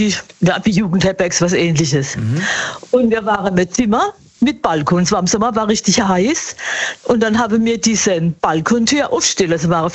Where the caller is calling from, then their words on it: Bad Schönborn, Baden-Württemberg, Germany; Aus Bad Schönborn.